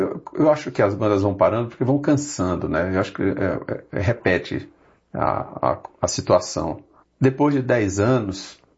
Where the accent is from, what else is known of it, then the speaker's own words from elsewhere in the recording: Maranhão, Brazil; moved away; como eu venho do Maranhão, e eu morei grande parte no interior do Maranhão, então a gente convivia com o rio, com as dificuldades, com o sertanejo.